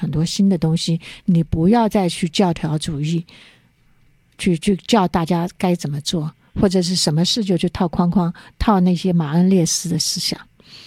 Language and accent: Chinese; Sichuan, China; 因为我是四川人